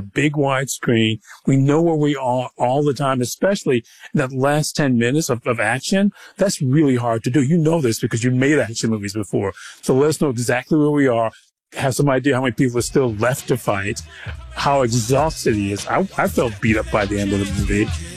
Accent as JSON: {"language": "English", "town": "Detroit", "region": "Michigan", "country": "United States", "said": "I mean, I'm from Detroit, so unfortunately, I've lived through that part of Ohio a lot."}